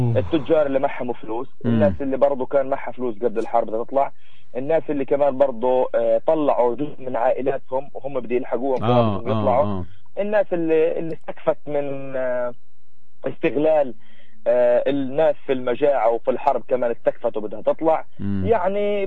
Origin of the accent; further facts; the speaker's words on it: Gaza Strip, Palestine; زي كل يوم في شهداء عندنا في غزه